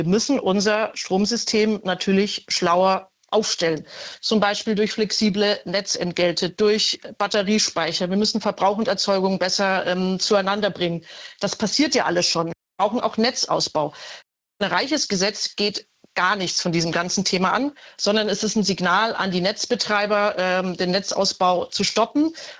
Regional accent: Bavaria, Germany; ich komme aus Bayern.

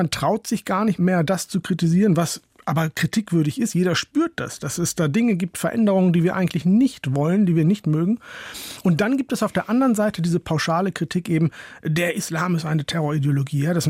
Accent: North Germany, Germany; Tatsächlich komme ich aus Holland-Wiel, vielleicht aus einem Dorf in Norddeutschland, aber das meinen die nicht.

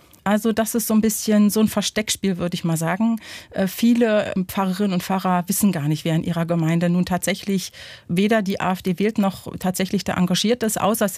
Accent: East Germany, Germany; born there; ich bin ja ein Kind der DDR-Kirche

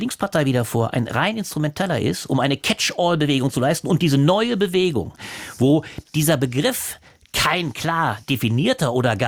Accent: Germany

